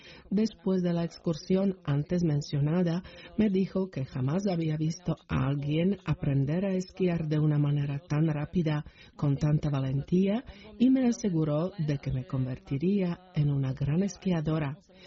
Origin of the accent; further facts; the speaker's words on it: southern Slovakia, Slovakia; also born or lived in Levoča; provengo del sur de Eslovaquia y, aunque no se trata de una tierra plana, tampoco es montañosa